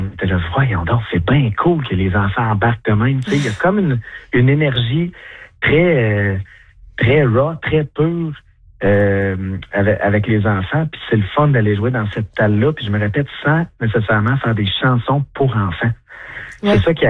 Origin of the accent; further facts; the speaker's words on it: Sherbrooke, Quebec, Canada; Chez nous, à Sherbrooke